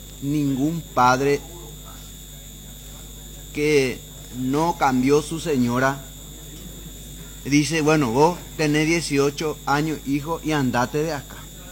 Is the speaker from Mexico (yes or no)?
no; Paraguay